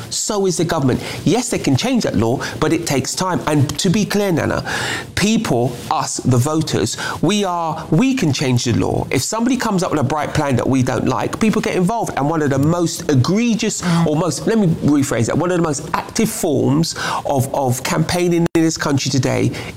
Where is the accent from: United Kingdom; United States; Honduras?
United Kingdom; London; born or raised there